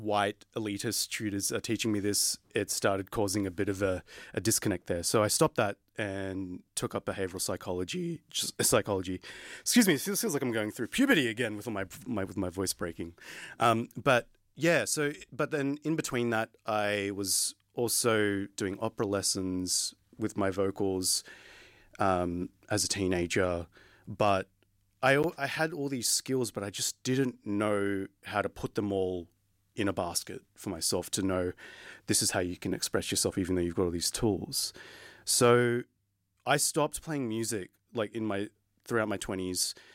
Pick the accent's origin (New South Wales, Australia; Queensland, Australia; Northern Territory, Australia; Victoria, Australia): New South Wales, Australia; Western Sydney; moved away as an adult; also born or lived in Berlin; I'm from the West. Like, come on. Sorry, Shadow of the Blue Mountains. You know, birthplace